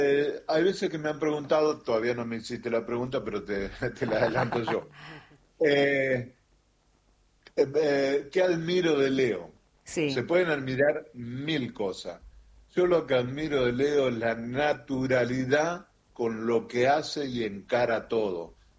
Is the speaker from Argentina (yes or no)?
yes; Argentina; porque somos argentinos